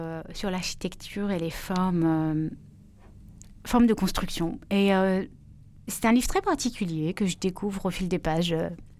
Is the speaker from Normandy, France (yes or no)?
no; Grenoble, Auvergne-Rhône-Alpes, France; moved away as an adult; also born or lived in Paris; Je suis grenobloise, mais j'étais 10 ans à Paris, donc j'ai travaillé en librairie. Et quand je suis revenue à Grenoble avec ma fille